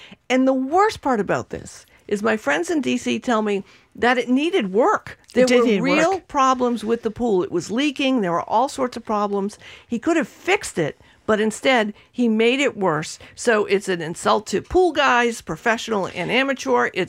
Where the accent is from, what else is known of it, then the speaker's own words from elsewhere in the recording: Revere, Massachusetts, United States; But then I was reminded of growing up in Revere.